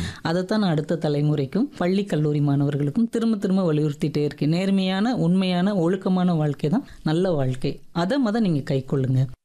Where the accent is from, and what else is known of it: Madurai, Tamil Nadu, India; born there